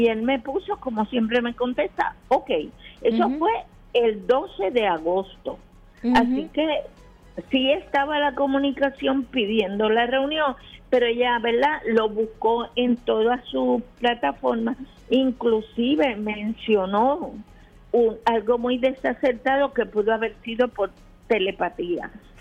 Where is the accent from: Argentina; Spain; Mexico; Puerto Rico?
Puerto Rico; Loíza; yo voy a hablar asuntos relacionados con mi pueblo, con Loíza.